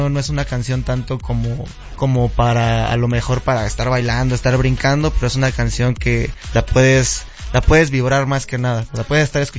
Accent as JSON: {"language": "Spanish", "region": "Morelos", "country": "Mexico", "tie": "born or raised there", "said": "yo soy de Morelos, soy originario de Morelos"}